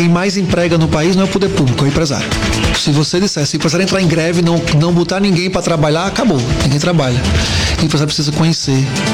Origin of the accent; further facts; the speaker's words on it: Paraíba, Brazil; E eu fiz em São Paulo e trouxe para Paraíba por ser paraibano.